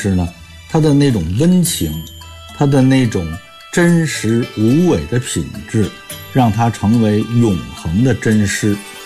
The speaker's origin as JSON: {"language": "Chinese", "region": "Beijing", "country": "China", "tie": "born or raised there", "said": "我是老北京人，是打小呢是听着咱们老北京的童谣长大的"}